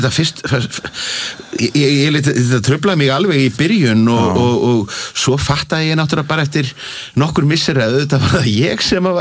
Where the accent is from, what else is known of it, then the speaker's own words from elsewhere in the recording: Reykjavík, Capital Region, Iceland; ég ólst upp í Vesturbænum í Reykjavík og er í sko 1000 barna melaskóla